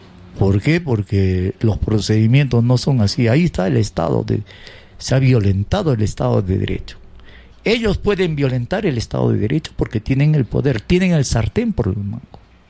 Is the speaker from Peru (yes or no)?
yes; Peru